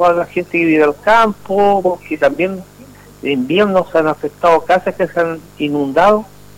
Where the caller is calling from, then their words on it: Chile; como buen chileno